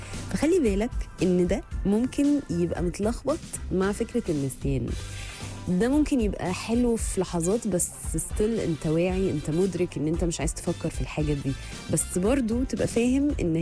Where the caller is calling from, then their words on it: Syria; صباح الخير، … من سوريا، ممكن اعرف بحرف العين برضو؟